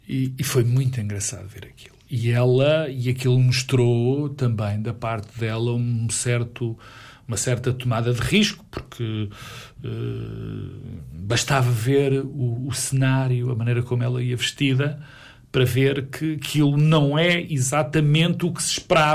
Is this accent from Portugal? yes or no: yes; Porto, Norte, Portugal; born there; also born or lived in Lisbon / Vieira do Minho; eu sou filho, neto, bisneto e trineto de minhotos. Eu nasci no Porto, sou um alfacinha... Mas a minha carga genética é toda minhota.